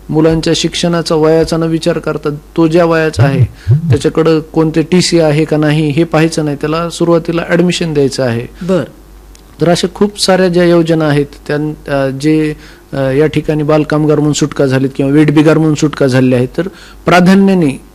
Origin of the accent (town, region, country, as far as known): Beed district, Maharashtra, India